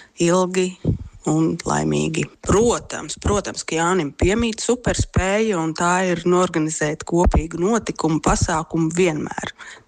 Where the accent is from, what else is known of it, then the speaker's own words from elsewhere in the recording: Liepāja, Latvia; kad mēs studējām Rīgā, paši esam no Liepājas, tad reiz Jānis man palūdza aizvest no Rīgas uz Liepāju viņa mammai mazu mīlīgu takšu kucēnu